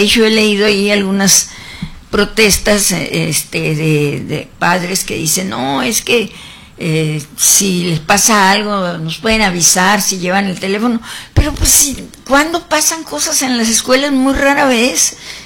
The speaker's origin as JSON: {"language": "Spanish", "country": "Mexico", "said": "todo lo que nos habían hecho pues a los mexicanos, ¿no? A México, lo que nos habían quitado"}